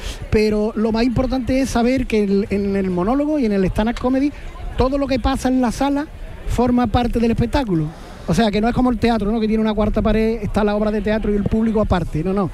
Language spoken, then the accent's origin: Spanish; Jerez de la Frontera, Andalusia, Spain; soy de Jerez de la Frontera, donde se comen las papas enteras.